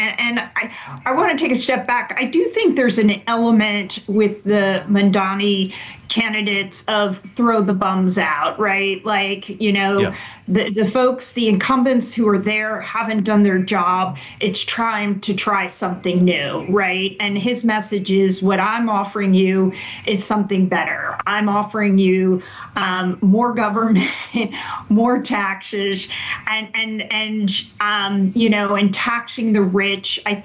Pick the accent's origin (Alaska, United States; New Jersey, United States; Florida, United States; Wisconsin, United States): New Jersey, United States; I know in my home state of New Jersey, we have a very similar matchup.